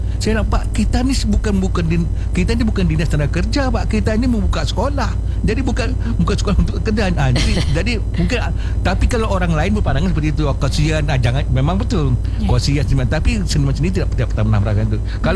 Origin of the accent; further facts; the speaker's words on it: Pekanbaru, Riau, Indonesia; kalau kami Melayu di Pekan Baru, jangankan sesuatu yang membahagiakan, kami beli motor, kami tepung tawar gitu.